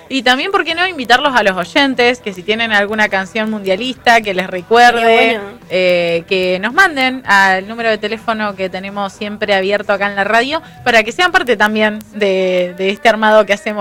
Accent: Argentina

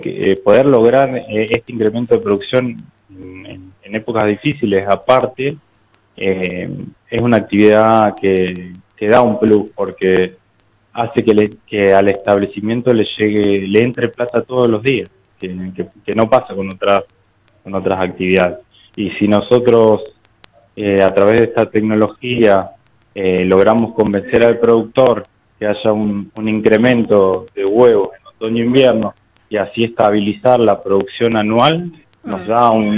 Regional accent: Río Turbio, Santa Cruz, Argentina; Soy de Río Turbio, sí, bueno, de la Agencia de Extensión Rural INTA Río Turbio.

